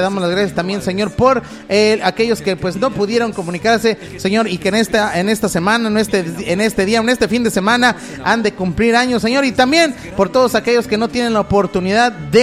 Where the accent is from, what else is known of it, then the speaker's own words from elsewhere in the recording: Pachuca, Hidalgo, Mexico; por allá por el precioso Pachuca, Hidalgo, familia, mi tierra hermosa también, por allá por Pachuca.